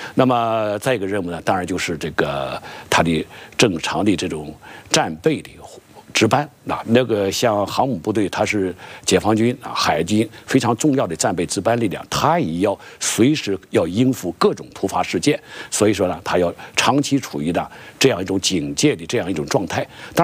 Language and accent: Chinese; China; 亲手抚摸一下我们中国人造的航空母舰